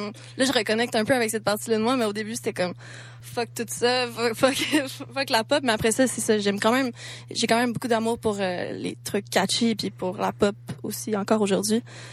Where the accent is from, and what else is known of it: Granby, Quebec, Canada